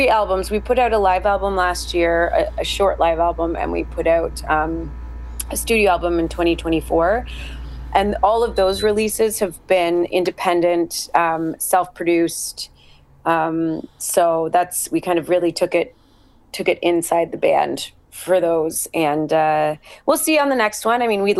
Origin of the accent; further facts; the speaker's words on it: Ontario, Canada; we've all spent the majority of our lives in Toronto. I was born and raised kind of on the outskirts of there in a few cities outside the big city.